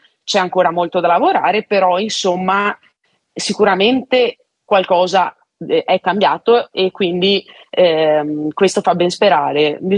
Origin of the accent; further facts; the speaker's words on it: Venice, Veneto, Italy; già da piccola nei campielli veneziani, infatti essendo veneziana, giocavo con i maschi